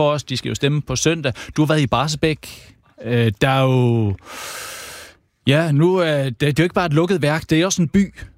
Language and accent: Danish; Jutland, Denmark; Og jeg er jo også jeg er fra Jylland